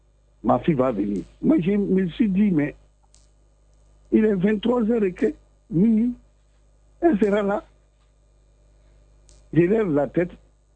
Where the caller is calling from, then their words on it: Abidjan, Côte d’Ivoire; J'appelle des deux plateaux.